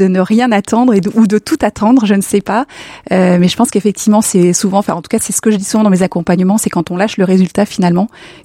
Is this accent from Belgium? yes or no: no; Bourgogne-Franche-Comté, France; Alors j'ai 49 ans, j'ai grandi en Bourgogne